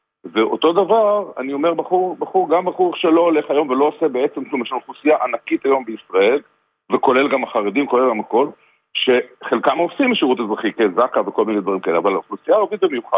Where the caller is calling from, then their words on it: Haifa, Haifa District, Israel; אני מחיפה